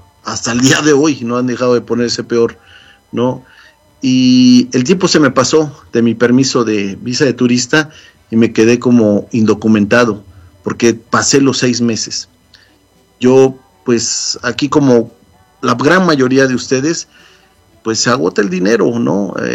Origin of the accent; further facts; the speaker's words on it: Morelos, Mexico; moved away as an adult; also born or lived in Mexico City; now in United States; Yo estaba escribiendo en ese momento para un semanario en el estado de Morelos, donde yo ya residía y de donde soy originario. Muchos años viví en la Ciudad de México y trabajé en la Ciudad de México.